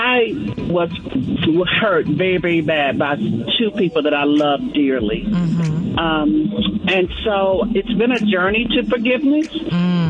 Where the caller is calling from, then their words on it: Douglas County, United States; I'm calling from Douglas County.